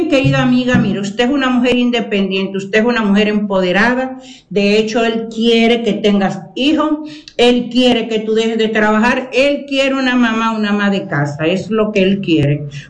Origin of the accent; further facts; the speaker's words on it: Soconusco, Veracruz, Mexico; now in Acayucan, Mexico; yo soy de Sotonusco, pero nosotros vivimos, mi pareja y yo, vivimos en Acayucan y trabajamos y estudiamos.